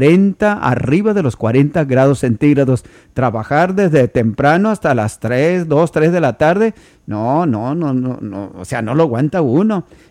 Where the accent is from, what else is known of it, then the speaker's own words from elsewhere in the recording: Sinaloa, Mexico; also born or lived in Mexico City; Yo soy de Sinaloa, yo soy de Sinaloa, a mí me tocó trabajar cuando yo estaba estudiando en el tomate, el algodón, con 45, 48 grados centígrados